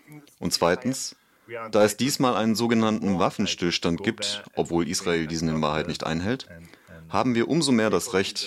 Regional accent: France; Ich bin Franzose

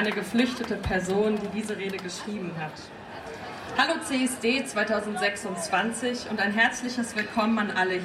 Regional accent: Gaza, Gaza Strip, Palestine; now in Germany; Ich bin Palästinenser aus Gaza. Ich kam als Flüchtling nach Deutschland, im Gepäck schwere Erinnerungen, viele Verluste und eine Hoffnung, die niemals erloschen ist.

